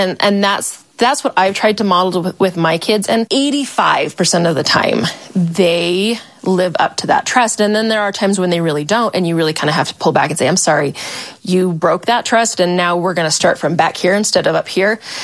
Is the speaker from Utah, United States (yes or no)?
yes; Utah, United States; I grew up in Utah Valley.